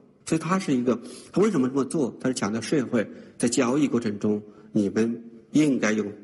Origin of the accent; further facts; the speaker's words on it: China; 它也在我们中国人的这种民俗生活里边，在上古的时候非常重要